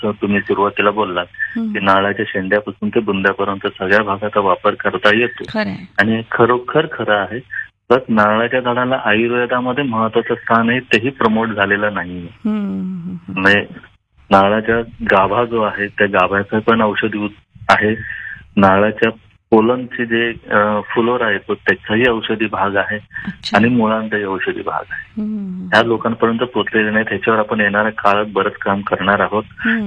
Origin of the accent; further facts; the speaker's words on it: Mumbai, Maharashtra, India; moved away as an adult; मुळात मी मुंबईचाच आहे. 2011 मुंबई सोडून गावाकडे आलेलो आहे.